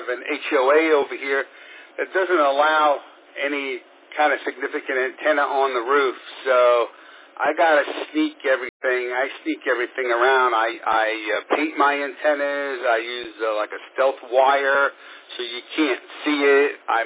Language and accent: English; Staten Island, New York, United States; I'm originally from Staten Island, and I've been in your neck of the woods many, many times.